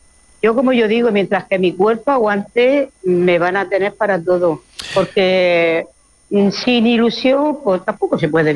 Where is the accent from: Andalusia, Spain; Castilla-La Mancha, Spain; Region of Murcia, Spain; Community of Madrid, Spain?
Region of Murcia, Spain; Alhama de Murcia; a mi pueblo de Alhama?